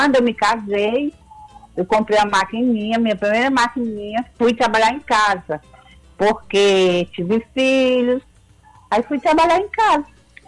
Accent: Canindé, Ceará, Brazil; born there; now in Fortaleza, Brazil

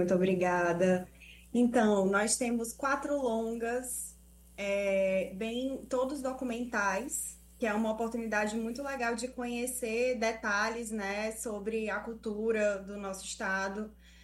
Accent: Ceará, Brazil

